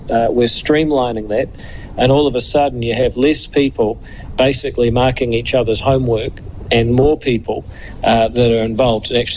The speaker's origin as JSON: {"language": "English", "country": "New Zealand", "said": "I am proud as a New Zealander"}